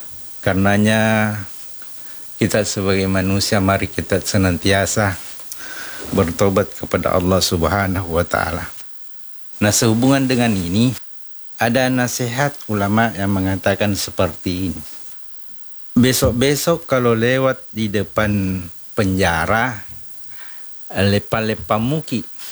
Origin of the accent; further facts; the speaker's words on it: South Sulawesi, Indonesia; atau kita sebagai Bugis Makassar sebelum dan sesudah Ramadan itu pergi siarah kubur.